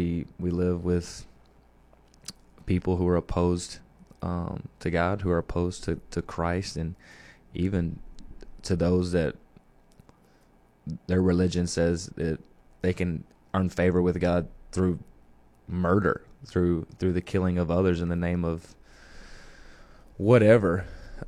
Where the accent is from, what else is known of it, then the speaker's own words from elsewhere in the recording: Benton, Arkansas, United States; I was born in Benton, Arkansas, again, 1997.